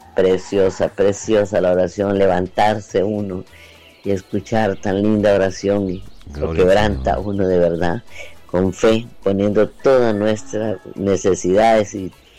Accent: Paso Canoas, Puntarenas, Costa Rica; de Paso Canoa. Saludos para todos los mañaneros.

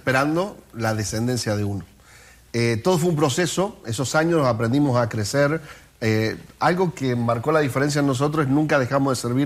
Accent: Mendoza, Argentina; now in Campana, Argentina; empezamos a vivir un tiempo muy, muy lindo allí en Argentina. Somos mendocinos

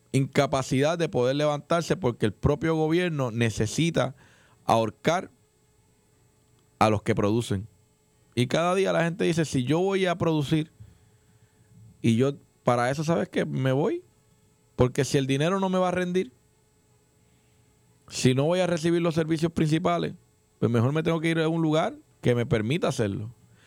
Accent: Puerto Rico; nosotros como puertorriqueños empecemos a pensar más en nuestro futuro

